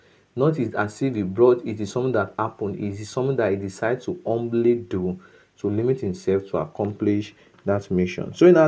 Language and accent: English; Okada, Edo, Nigeria; from Okada Town, Edo State, and it's a pleasure having this discussio